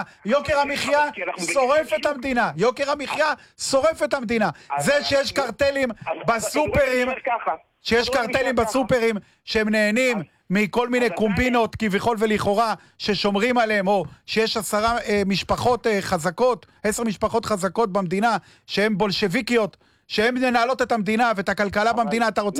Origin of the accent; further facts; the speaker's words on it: Kiryat Yam, Haifa District, Israel; אני גדלתי בקירת ים, להורים לא עשירים, ואבא שלי ידו לא הייתה מסגת בשביל לתת לי מנוי יקר